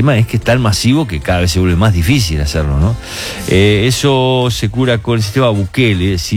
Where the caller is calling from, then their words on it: Caballito, Buenos Aires, Argentina; de Caballito